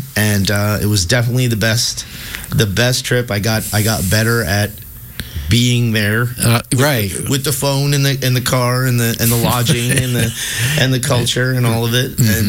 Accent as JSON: {"language": "English", "country": "United States"}